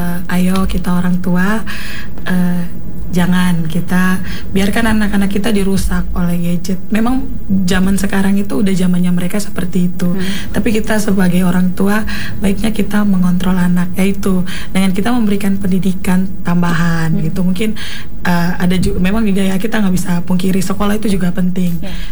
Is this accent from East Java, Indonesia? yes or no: no; Fakfak, West Papua, Indonesia; born there; saya juga cinta ya sama kota kelahiran saya gitu.